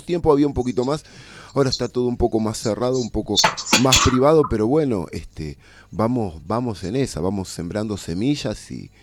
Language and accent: Spanish; Montevideo, Uruguay; now in Argentina; Yo soy uruguayo de Montevideo, ahora vivo acá hace años en Argentina